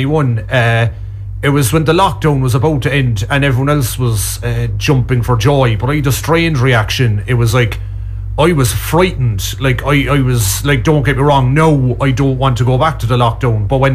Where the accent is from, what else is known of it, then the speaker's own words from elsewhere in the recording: Cork, Munster, Ireland; I grew up in Cork